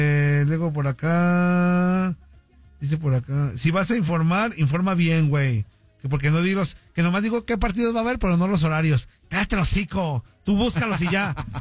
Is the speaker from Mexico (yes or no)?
yes; Mexico